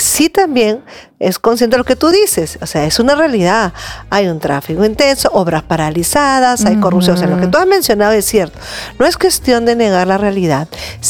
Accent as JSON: {"language": "Spanish", "country": "Peru"}